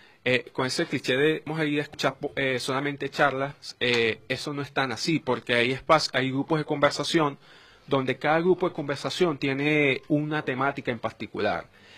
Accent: Venezuela; somos venezolanos.

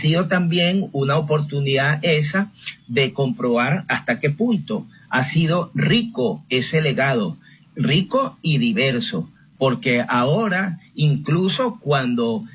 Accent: Venezuela; Ellas construyen las raíces que nos permiten a nosotros identificarnos como venezolanos dentro y fuera del mundo, ¿ok?

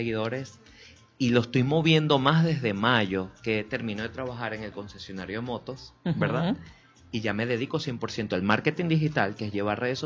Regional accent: Barquisimeto, Lara, Venezuela; nos identificamos como venezolanos y barquisimetanos.

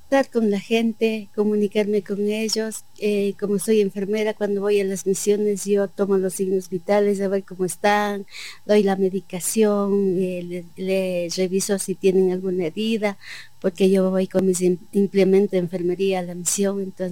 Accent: Sigchos, Cotopaxi, Ecuador; Yo soy de Sixchos, casi desde niña, de 13, 14 años, le rogaba a mi mamá para que me mande a las montañas de Sixchos

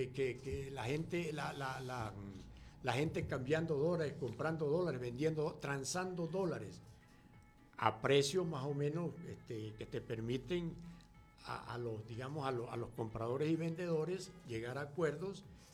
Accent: Venezuela

